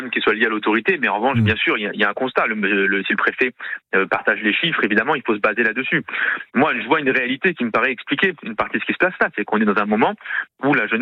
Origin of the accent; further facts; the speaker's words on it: Toulouse, Occitanie, France; Alors pour le coup, en tant que Toulousain, faut dire dans ma circonscription, il y a un boulevard.